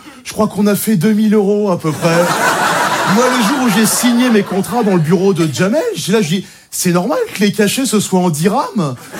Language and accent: French; La Courneuve, Île-de-France, France; Non, moi j'ai grandi à la Courneuve, je suis intermittent du spectacle, je fais les heures.